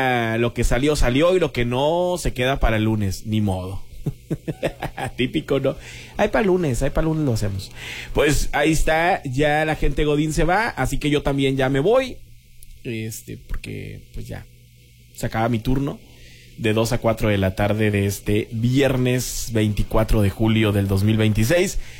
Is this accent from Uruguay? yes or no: no; Guerrero, Coahuila, Mexico; now in Piedras Negras, Mexico; Voy a ir por una sandía a Guerrero, a mi tierra natal.